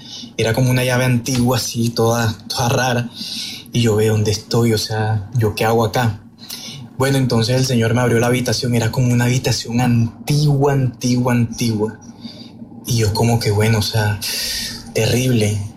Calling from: Barranquilla, Atlántico, Colombia; te hablo de Barranquilla

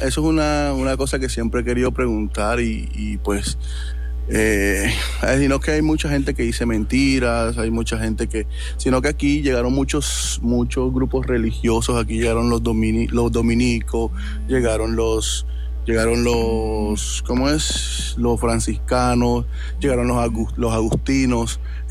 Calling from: Mompox, Bolívar, Colombia; estoy ubicado exactamente en un pueblito llamado Mompox, en el departamento de Bolívar.

